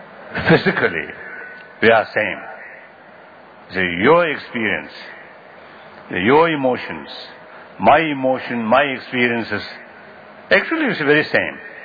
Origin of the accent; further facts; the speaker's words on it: Tibet, China; I come from Tibet, but some people almost have to consider Tibet as a mysterious land, or sometimes people call it Shangri-La or something.